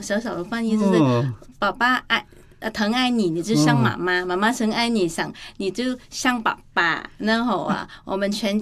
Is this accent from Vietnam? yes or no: yes; Vietnam; 我说不是、我是从越南来的。